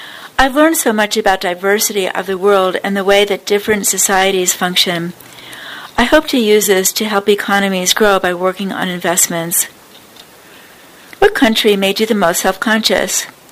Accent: Indiana, United States; born or raised there; also born or lived in 15 countries

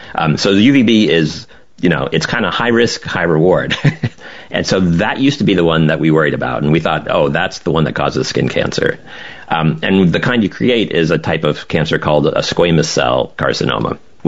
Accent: Florida, United States; Like, I grew up in Florida in the 80s and 90s.

